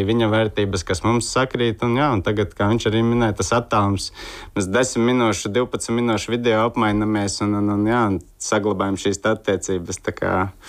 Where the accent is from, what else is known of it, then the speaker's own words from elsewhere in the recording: Koknese, Aizkraukle Municipality, Latvia; mūsu iepazīšanās stāsts, mēs abi divi esam no Koknesas un dzīvojām daudz dzīvokļu mājā. Es dzīvoju otrajā stāvā un Zigmārs dzīvoja trešajā stāvā ar saviem trīs brāļiem